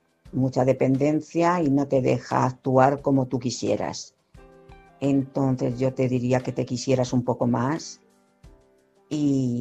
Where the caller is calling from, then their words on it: Madrid, Community of Madrid, Spain; de Madrid.